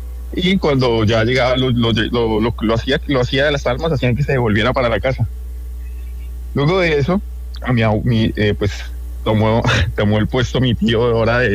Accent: Boyacá, Colombia; Bueno, entonces la tercera historia ya... yo soy de Boyacá.

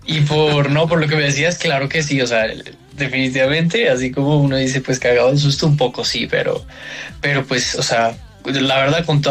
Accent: Bogotá, Colombia; pues obviamente, pues me crié aquí en Bogotá y con esa música

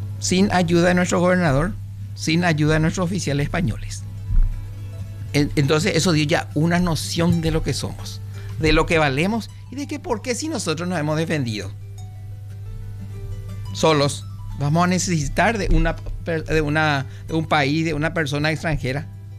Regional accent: Paraguay; Pero seguimos siendo paraguayos.

